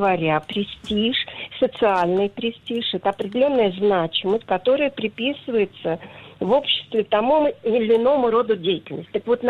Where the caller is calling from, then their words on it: Izhevsk, Udmurtia, Russia; Я из Ижевска звоню.